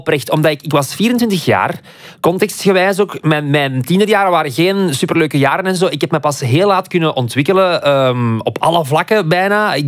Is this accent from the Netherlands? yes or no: no; Aalst, Flanders, Belgium; accent: Aalst; En ik heb dezelfde tongval als Aaron. We zijn alle 2 van het Aalsterse, van die kanten.